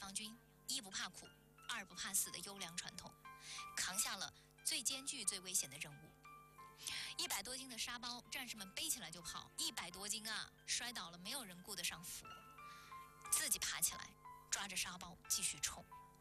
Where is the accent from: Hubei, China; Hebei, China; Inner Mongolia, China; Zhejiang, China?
Hubei, China; Wuhan; 对于咱们湖北人，对于咱们武汉人来说